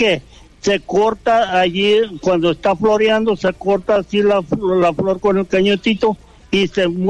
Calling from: La Ruana, Michoacán, Mexico; De la Ruana.

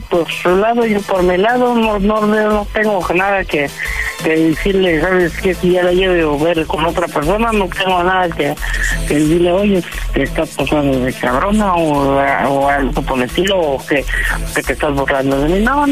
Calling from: Hidalgo, Mexico

